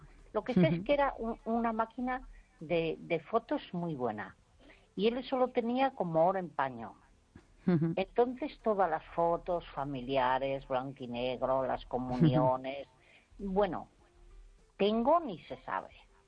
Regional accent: Galicia, Spain; born there; moved away as an adult; por mi pueblo, en la puerta de mi casa. Pues yo vivía en una zona que había muchísima naturaleza. Vamos, que a mi alrededor había agua, había castaños, había enormes pinos

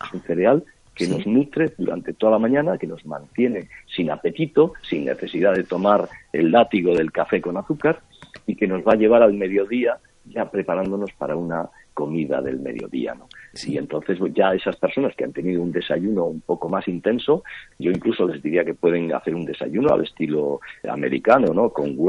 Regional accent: Galicia, Spain; en Galicia, que es mi tierra

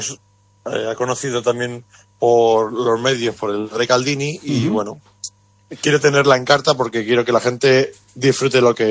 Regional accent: Chinchón, Community of Madrid, Spain; now in A Coruña, Spain; Porque ni mi pareja ni yo somos de aquí. Ella es de Cáceres, yo soy de Chinchón, de Madrid. Y bueno, llegamos aquí a Coruña.

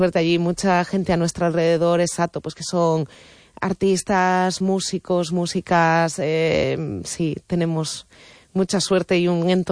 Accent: Vigo, Galicia, Spain; Del Calvario.

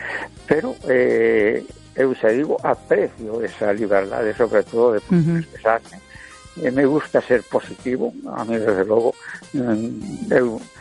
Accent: A Coruña, Galicia, Spain

